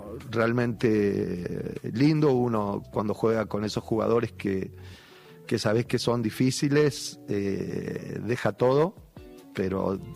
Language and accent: Spanish; Buenos Aires Province, Argentina; moved away as an adult; now in San Salvador de Jujuy, Argentina; hoy por hoy me siento jujeño, no bonaerense, digamos, porque me armé, me formé, me terminé de criar, de formar como persona